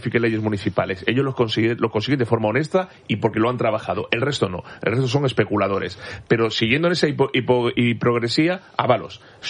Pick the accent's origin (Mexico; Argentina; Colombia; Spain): Spain; Córdoba, Andalusia; Sí, ahí en mi tierra.